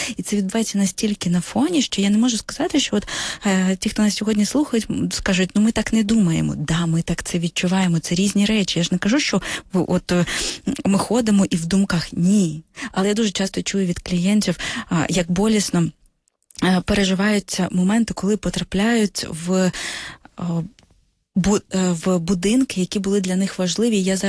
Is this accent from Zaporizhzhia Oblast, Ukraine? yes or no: no; Kharkiv, Kharkiv Oblast, Ukraine; я ж з Харкова